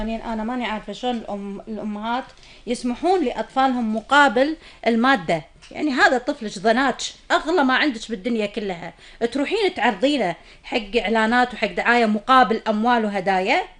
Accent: Kuwait

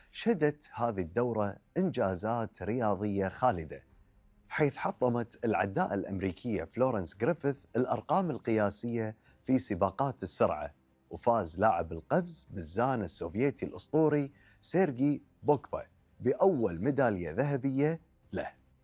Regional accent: Kuwait; ديرتنا الكويت

